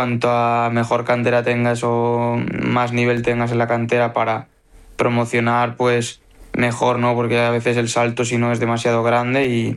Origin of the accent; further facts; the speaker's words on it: Pamplona, Navarre, Spain; now in Pontevedra, Spain; No, en Galicia y en Pamplona de donde vengo, pues el clima es un poco más fresquillo, pero bueno.